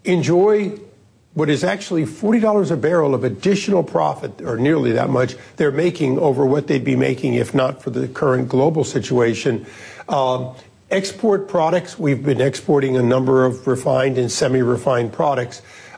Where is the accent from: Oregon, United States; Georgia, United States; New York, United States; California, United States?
California, United States; I'm a Californian